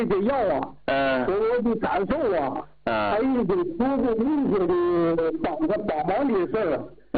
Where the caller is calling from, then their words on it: Tianjin, China; 我是天津的，我是82岁，